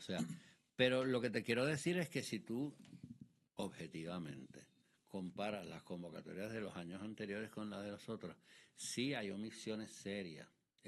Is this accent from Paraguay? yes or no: no; Puerto Rico; Mira, yo voy a darle énfasis a que somos puertorriqueños, a que somos hispanos, a que somos minoría